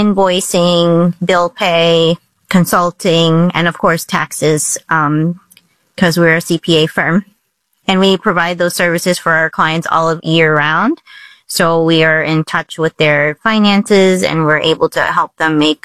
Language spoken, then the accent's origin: English; Windsor, Ontario, Canada; also born or lived in Dallas, United States / New York City, United States; now in Detroit, United States; But before that, I lived in New York City for six years, worked for a couple small firms there. And I'm actually from Windsor, Ontario, across the border.